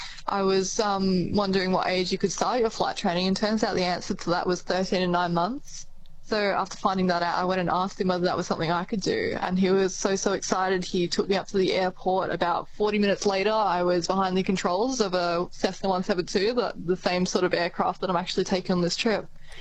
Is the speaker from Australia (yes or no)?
yes; Melbourne, Victoria, Australia; I'll admit, because I'm from Melbourne, I hadn't heard of Little Wings before I started planning for this trip